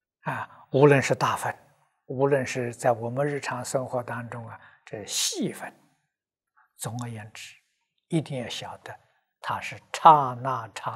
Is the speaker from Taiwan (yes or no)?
no; China